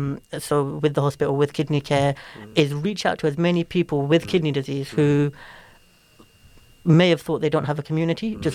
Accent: Luton, East of England, United Kingdom; I mention that I'm from Luton

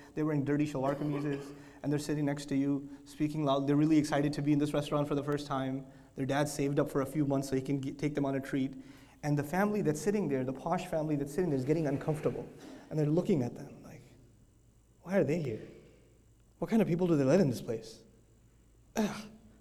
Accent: Pakistan; I come from Pakistan, that's my home country.

